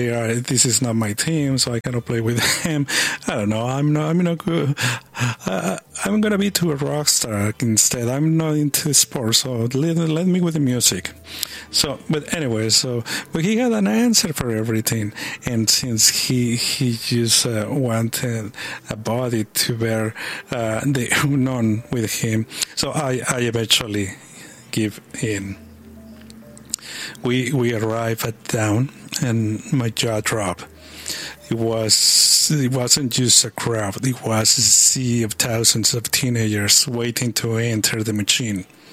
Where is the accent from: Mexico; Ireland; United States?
Mexico; Growing up in Mexico, soccer didn't happen in a stadium. It happened on the street with the neighbor kids.